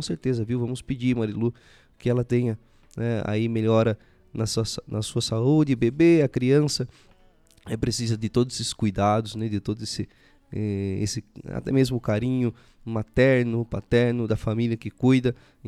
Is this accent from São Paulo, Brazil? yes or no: no; Itaperuçu, Paraná, Brazil; moved away; lá da minha cidade de Itaperuçu, cidade de origem